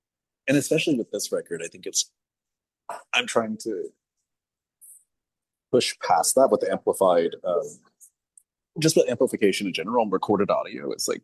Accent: Birmingham, Alabama, United States; moved away as an adult; also born or lived in Florence, Alabama; now in New York, United States; growing up in Birmingham was I mean, it's home. I spent my entire life there. I didn't leave until I was 23 when I moved to New York. And then briefly, I spent some time in Florence, Alabama for college, which is like maybe 2.5 hour drive away.

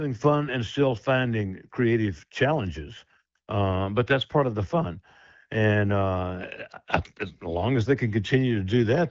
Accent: the South, United States; born or raised there

